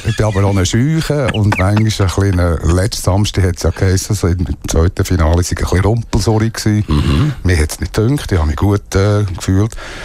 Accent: Thun, Bern, Switzerland; born there; also born or lived in Ticino / Trub; Ich bin in Thun aufgewachsen und ich bin im Tessin aufgewachsen.

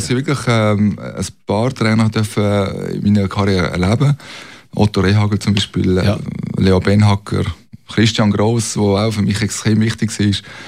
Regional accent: Basel, Basel-Stadt, Switzerland; für mich als Basler

